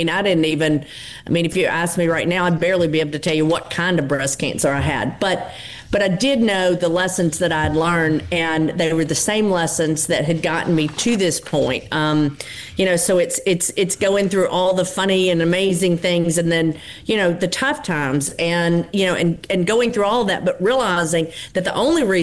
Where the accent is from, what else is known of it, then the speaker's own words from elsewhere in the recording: Rosedale, Mississippi, United States; growing up in Rosedale